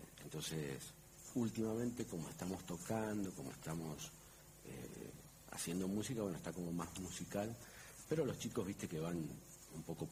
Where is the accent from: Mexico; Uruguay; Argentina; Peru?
Argentina; Mendoza; Los mendocinos somos muy mendocinos.